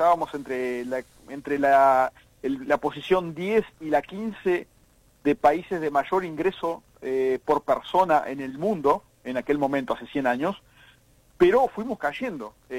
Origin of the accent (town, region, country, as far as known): Uruguay